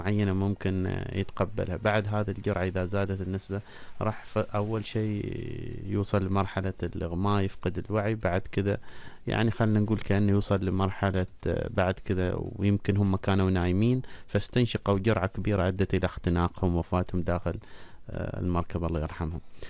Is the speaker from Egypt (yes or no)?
no; Oman; نحن عندنا في عمان هنا